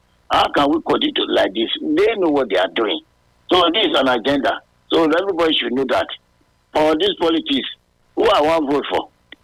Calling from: Benin City, Edo, Nigeria; From Benin.

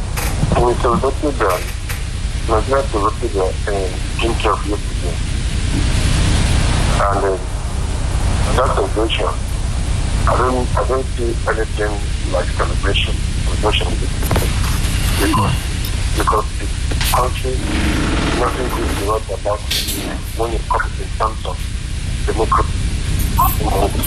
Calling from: Benin; I'm calling from Benin.

